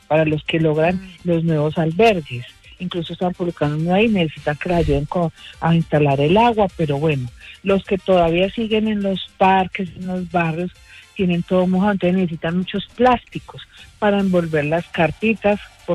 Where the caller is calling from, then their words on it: Pereira, Risaralda, Colombia; te llamo desde Pereira.